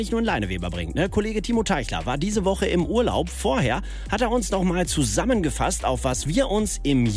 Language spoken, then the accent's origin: German; North Rhine-Westphalia, Germany; Beim Feiern sind wir aus Westfalen auch stur, hartnäckig und kämpferisch.